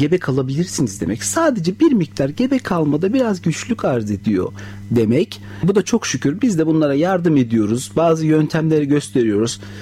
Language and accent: Turkish; Denizli, Turkey; 1974 yılında Denizli'de doğdum. 38 yaşındayım. İlk ve orta öğretimimi Denizli'de tamamladıktan sonra İzmir Fen Lisesi'ni kazandım.